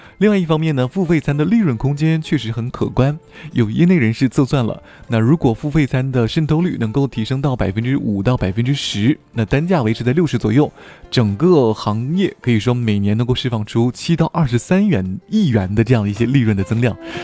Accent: China

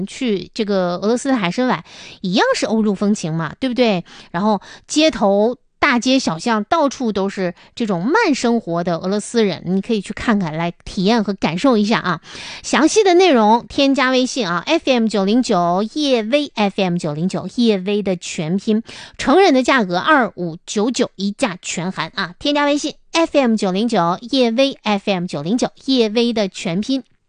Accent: Harbin, Heilongjiang, China; 这绝对是独属于我们东北人的这个出境游的福利

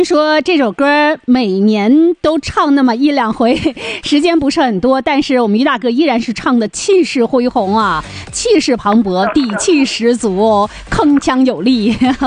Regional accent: Northeast China, China; born there; 哦，大东北是我的家乡。

